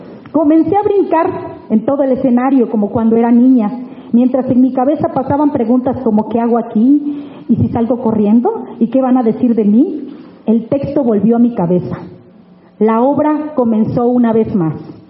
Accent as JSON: {"language": "Spanish", "town": "El Coyul", "region": "Oaxaca", "country": "Mexico", "said": "mi pueblo El Coyul."}